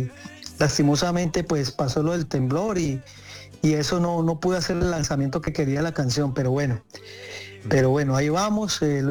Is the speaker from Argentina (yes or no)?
no; Cali, Valle del Cauca, Colombia; born there; Aunque soy caleño, nacido allá, pues mi familia, tengo descendencia paisa también. Entonces yo le decía a un amigo que yo soy paisaleño, algo así.